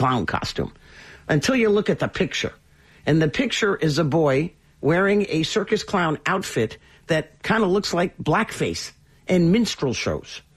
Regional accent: New England, United States; Because we're Dunkin' people. I'm from New England. There was no Starbucks. It was all Dunkin'.

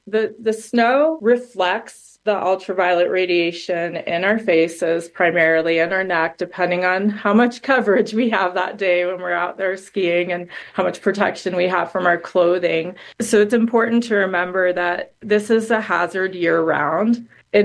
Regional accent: United States; moved away as an adult; now in Utah, United States; I come from New York, New Jersey area.

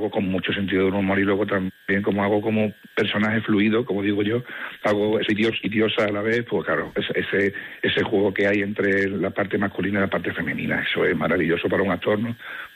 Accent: Extremadura, Spain; somos extremeños, compañías extremeñas, actores extremeños

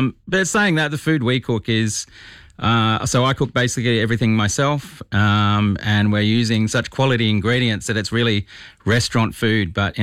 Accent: Australia; So my background is mum is Chinese Indonesian, and my dad was English Swedish.

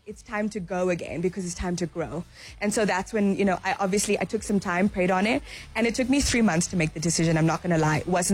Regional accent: Zimbabwe; And I think especially as a woman of color growing up in Zimbabwe, you're taught this is the box and this is the space that you can occupy.

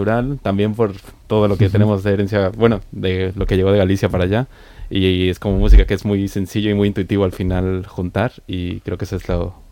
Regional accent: Mexico; yo vengo de la música tradicional latinoamericana, en eso crecí yo en México

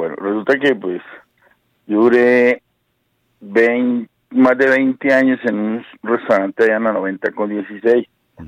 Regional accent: Guamo, Tolima, Colombia; born or raised there; also born or lived in Ortega; now in Bogotá, Colombia

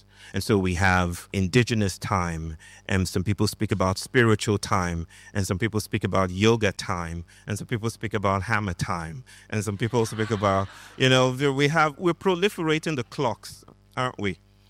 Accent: Nigeria; moved away; I grew up in Nigeria

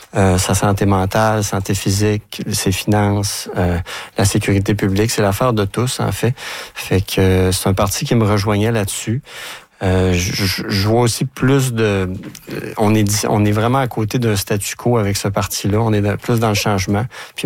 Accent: Quebec, Canada; moved away; Je viens de la Gaspésie.

